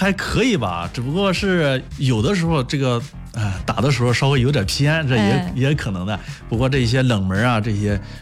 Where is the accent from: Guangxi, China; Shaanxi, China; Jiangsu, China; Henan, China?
Henan, China; Shangqiu; 好，大家好，我是来自河南商丘，